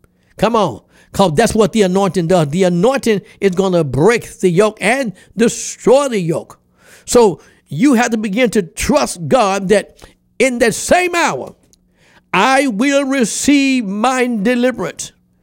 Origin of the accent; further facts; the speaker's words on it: Memphis, Tennessee, United States; In my hometown, Memphis, Tennessee, that's a tough city.